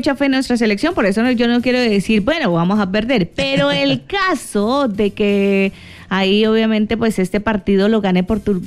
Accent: Colombia; como buenos colombianos, cuando nos ilusionamos con nuestra selección, llegan las caravanas

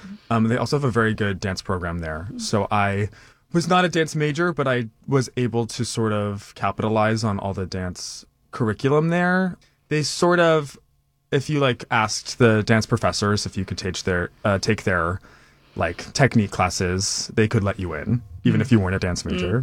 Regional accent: California, United States; moved away as an adult; also born or lived in Alabama; I'm from Southern California.

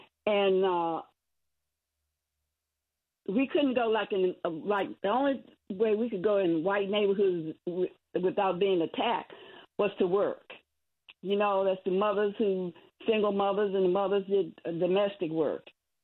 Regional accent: Washington, District of Columbia, United States; I was born in Foggy Bottom. Now, I think they consider it as Georgetown now, but when I was born over there, it was the bottom and where black people live, okay?

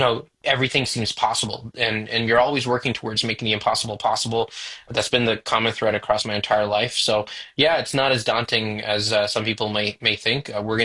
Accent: Toronto, Ontario, Canada; I basically was born and raised in Toronto, sort of the Jane Finch area, and always wanted to work on space, and figured that it wasn't going to happen in Canada

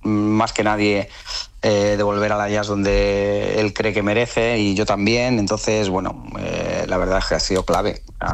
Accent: Vallecas, Community of Madrid, Spain; Es increíble que esto nos pueda pasar. Como vallecano

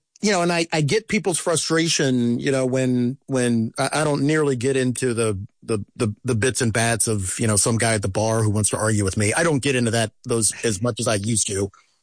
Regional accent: United States; my hometown newspaper gets raided by the FBI and they're executing search warrants at the Washington Post.

